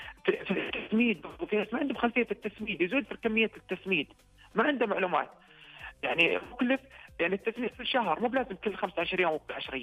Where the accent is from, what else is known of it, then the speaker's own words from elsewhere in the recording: Riyadh, Riyadh Province, Saudi Arabia; عندنا في الرياض